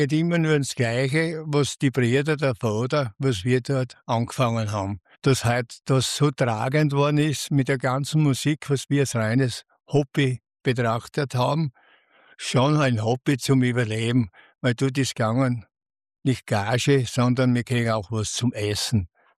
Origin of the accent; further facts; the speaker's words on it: Styria, Austria; Ein Teil war eine steirische Rarität, so wie ich bin ein Steirer Bube.